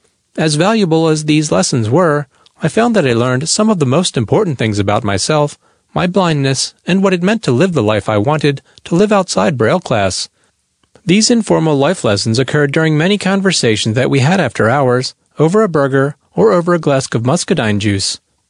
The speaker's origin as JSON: {"language": "English", "region": "Louisiana", "country": "United States", "tie": "born or raised there", "said": "As a young person growing up in Louisiana, I was desperate for information about the larger world."}